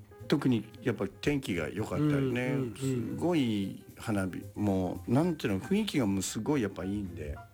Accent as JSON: {"language": "Japanese", "town": "Kawauchi", "region": "Fukushima", "country": "Japan", "tie": "born or raised there", "said": "自分のふるさとでこうやって最後は川内小唄歌って"}